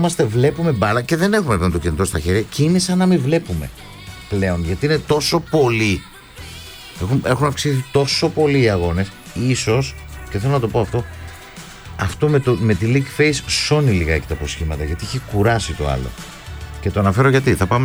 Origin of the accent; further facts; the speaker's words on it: Karya, Peloponnese, Greece; πώς λένε στο χωριό μου, στην Καριά Αργολίδο, στο γνωστό Κολοκοτρονίτσι